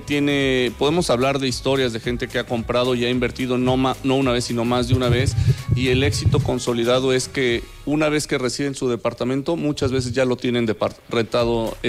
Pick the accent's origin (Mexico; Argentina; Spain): Mexico; Querétaro; soy queretano